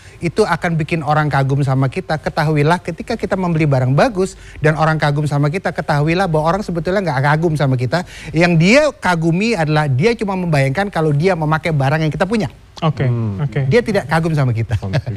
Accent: Jabodetabek, Indonesia; Hobi kita orang Jabodetabek atau dimanapun di kota besar, setiap kali long weekend sukanya ngapain?

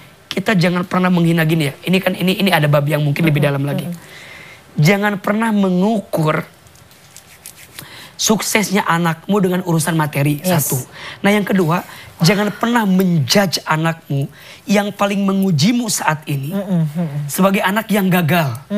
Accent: Garut, West Java, Indonesia; Ah saya bilang gak mungkin mah kita orang kampung, orang desa. Kan saya dari Garut ya. Dari Garut ke Jakarta kan jauh waktu itu.

